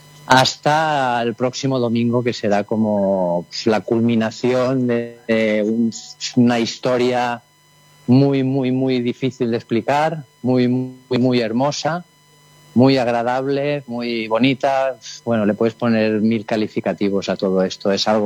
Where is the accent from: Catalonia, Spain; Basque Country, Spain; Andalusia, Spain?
Catalonia, Spain